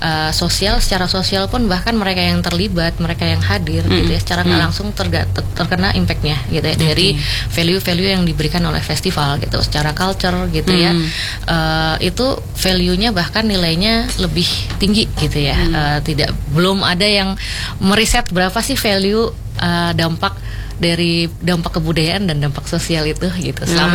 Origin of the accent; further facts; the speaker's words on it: Yogyakarta, Special Region of Yogyakarta, Indonesia; kita tuh warga Jogja